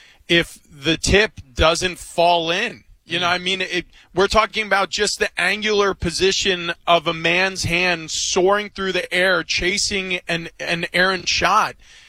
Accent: New York, United States; And I grew up in New York. I grew up a Knicks fan.

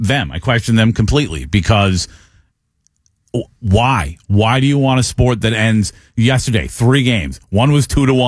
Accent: United States

